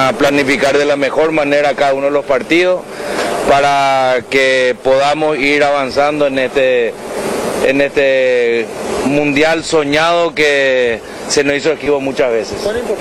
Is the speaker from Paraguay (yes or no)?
yes; Paraguay; Como todo paraguayo, cuando estamos fuera de nuestra tierra, estamos siempre recordando a nuestros familiares, a todos los que nos quieren desde Paraguay.